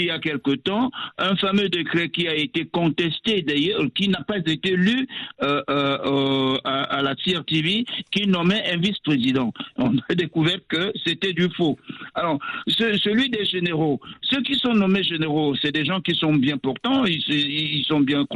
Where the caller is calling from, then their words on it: Cameroon; Nous sommes Camerounais